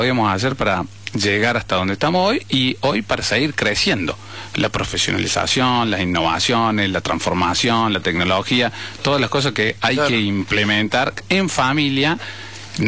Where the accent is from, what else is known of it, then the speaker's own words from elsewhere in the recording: Córdoba, Argentina; born there; tuvo un montón de cosas que en Córdoba, porque nosotros nacimos en Córdoba, pero él después decidió agarrar la concesionaria y viajar todos los días a Neuncativo